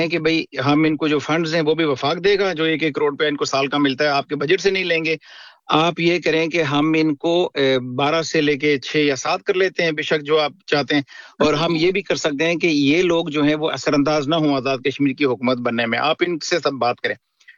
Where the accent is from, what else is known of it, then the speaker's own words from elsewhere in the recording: Rawalakot, Azad Kashmir, Pakistan; جہاں پہ میں پلا بڑا ہوں, راولا کوٹ سے میرا تعلق ہے, تھوراڑ ایک جگہ ہے ہماری تحصیل, وہاں سے